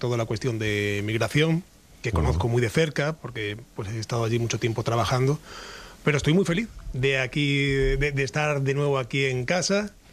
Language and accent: Spanish; Extremadura, Spain; moved away as an adult; now in United States